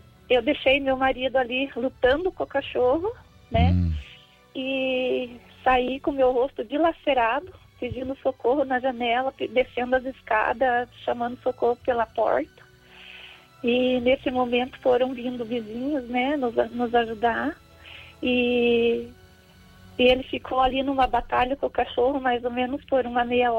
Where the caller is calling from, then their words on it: Guarapuava, Paraná, Brazil; Eu falo de Guarapuava.